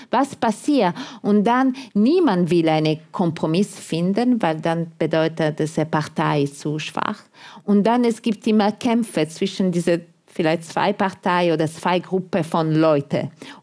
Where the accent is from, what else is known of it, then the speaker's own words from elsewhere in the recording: Italy; German is a second language; Und für mich als Italiener war etwas negativ, aber alle anderen waren zufrieden.